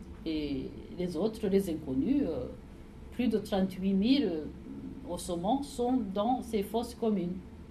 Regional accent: Rwanda; moved away; Le mémorial est de chez moi, à Détroit commune. Quand je suis retournée au Rwanda

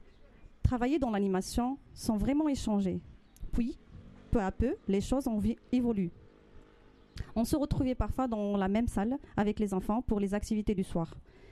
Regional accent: Morocco; Nessima est kabyle d'Algérie et moi, je suis chlouh du Maroc. Même si nous ne venons pas du même pays, nous nous comprenons facilement. Nous sommes toutes les deux nées à la campagne

